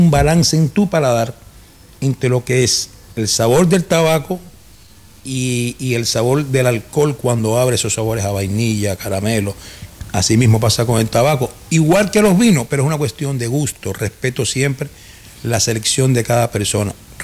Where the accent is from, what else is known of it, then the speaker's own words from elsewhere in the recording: Cuba; siempre yo por lo menos como buen cubano voy a un buen habano.